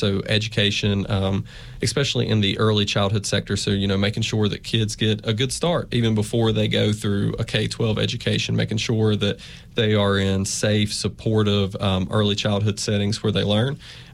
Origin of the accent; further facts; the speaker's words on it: Virginia, United States; I'm from the area. I'm from the Roar Treat Whitfield area originally. And, you know, and I came to college here.